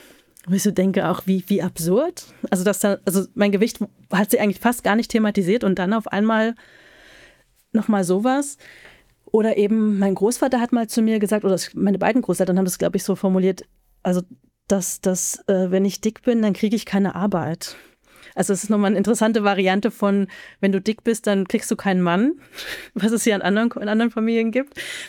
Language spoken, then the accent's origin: German; Halle, Saxony-Anhalt, Germany; ich komme aus Halle, meine Mutter kommt aus Berlin